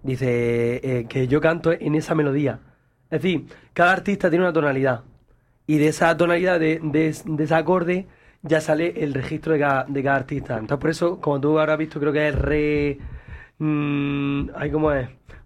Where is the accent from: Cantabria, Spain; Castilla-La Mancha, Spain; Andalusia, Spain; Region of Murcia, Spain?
Andalusia, Spain; Tabernas; el Festival Western de Tabernas de mi pueblo, el Desierto Taberna.